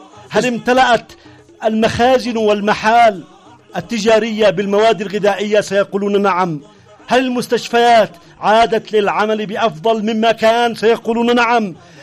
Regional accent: Yemen; انا بنكلمك كيمني، بنكلمك كمسلم

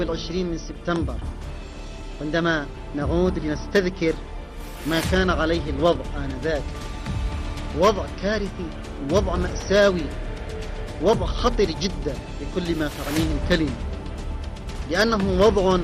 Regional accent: Yemen; نحن كيمنيين

